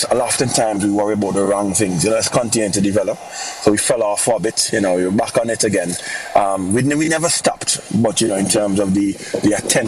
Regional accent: Trinidad & Tobago; because I'm from the Villa Point community.

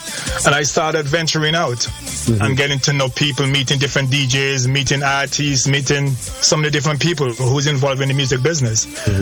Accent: Antigua & Barbuda; moved away as an adult; I grew up in Antigua, left Antigua, the early 20s, started working on cruise ships.

